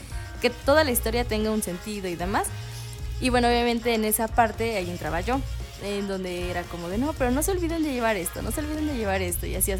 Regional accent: Teziutlán, Puebla, Mexico; yo, bueno, que soy aquí de Teziu

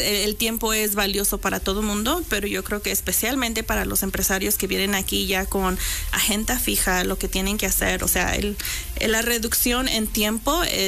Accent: Mexico; now in United States; en el estado de Nueva Jersey, de hecho soy la única mexicana.

